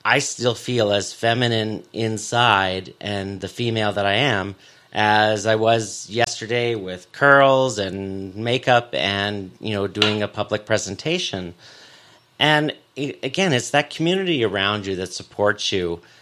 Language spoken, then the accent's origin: English; Penticton, British Columbia, Canada; also born or lived in Summerland; And growing up here in this region, growing up in Penticton and Summerland, and in a fairly well-known family